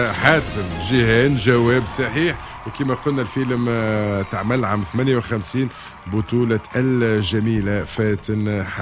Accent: Tunisia

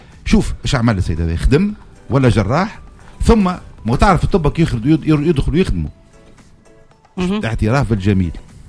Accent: Gafsa, Gafsa Governorate, Tunisia; طلعنا بيناتنا في قفصه في حومه المولع، حومتنا 100 متر

